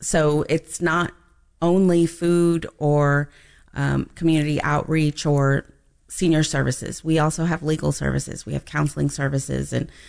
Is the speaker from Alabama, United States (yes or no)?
no; San Antonio, Texas, United States; now in Austin, United States; Well, I grew up in San Antonio. Like I said, I was just around the corner in school at St. Thomas More Catholic School, and really grew up a very happy kid, happy home. I moved to Austin to go to school or college